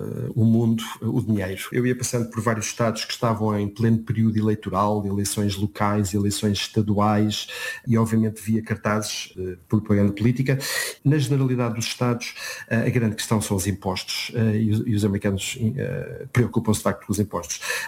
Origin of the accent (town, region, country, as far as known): Portugal